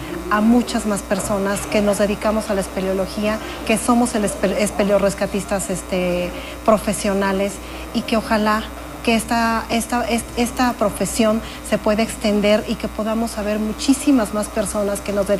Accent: Mexico; la unión como buenos mexicanos

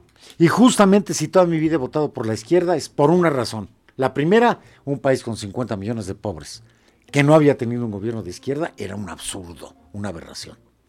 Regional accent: Mexico; No somos eso los mexicanos. No nos reduzcan a eso.

